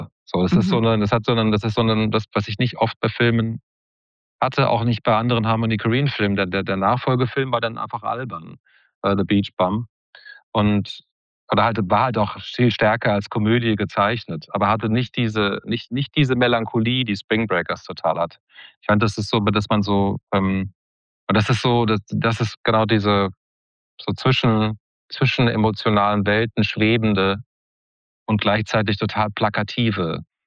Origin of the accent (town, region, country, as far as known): Maintal, Hesse, Germany; born or raised there